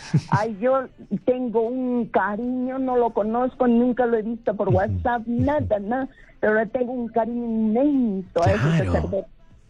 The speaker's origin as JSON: {"language": "Spanish", "region": "Arequipa", "country": "Peru", "lives_now": "Juliaca, Peru", "said": "Yo 50 años vivo, yo soy arequipeña, y 50 años, 52 años he cumplido en Juliaca viviendo."}